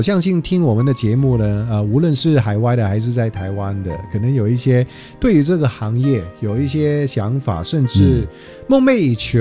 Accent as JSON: {"language": "Chinese", "country": "Hong Kong", "moved": "yes", "lives_now": "Taiwan", "said": "作为一个港仔，有点年纪的港仔艺人在台湾未来的路"}